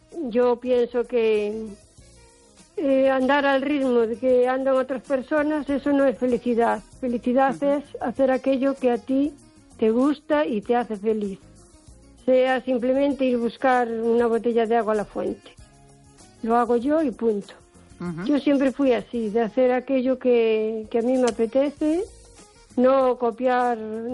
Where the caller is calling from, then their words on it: O Carballiño, Galicia, Spain; de Carballeño.